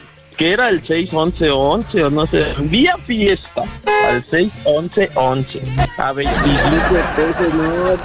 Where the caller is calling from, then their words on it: Mexico City, Mexico; Aquí de Iztapasalsa